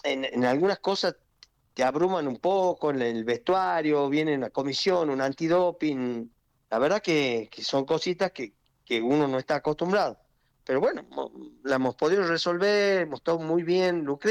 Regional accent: Tucumán, Argentina; salí afuera, afuera, me refiero de Tucumán a Santiago, ya estaba afuera.

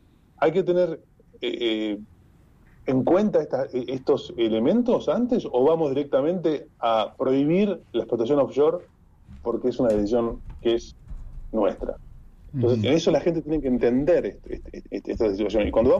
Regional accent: Argentina; yo soy argentino, naturalmente

